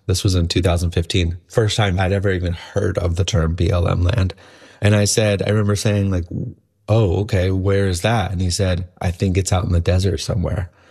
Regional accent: Michigan, United States; moved away as an adult; now in California, United States; I'm from Michigan, so I grew up in Michigan and moved out to the West 21 years ago.

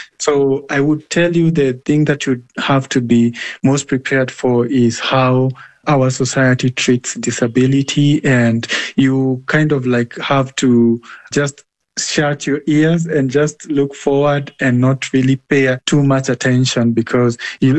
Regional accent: Nakuru, Nakuru County, Kenya; My experience is quite different here in Kenya, especially in my hometown of Nakuru.

